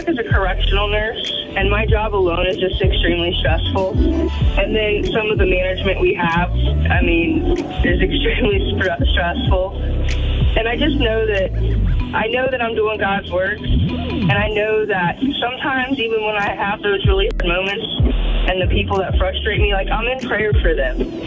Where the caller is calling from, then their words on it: Columbus, Ohio, United States; I'm calling from Columbus, Ohio.